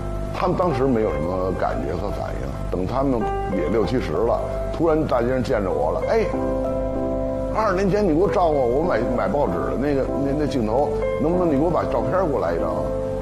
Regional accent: Beijing, China; 我是在这儿土生土长的，大栅栏土生土长的老北京人，在这儿开着卤煮

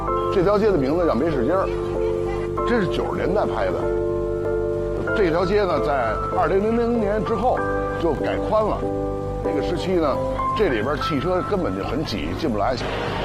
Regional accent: Beijing, China; 我是在这儿土生土长的，大栅栏土生土长的老北京人，在这儿开着卤煮

